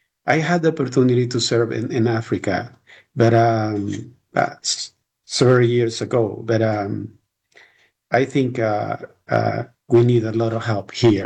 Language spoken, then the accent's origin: English; Honduras; first language Spanish; English is a second language; I'm serving in Honduras, my country.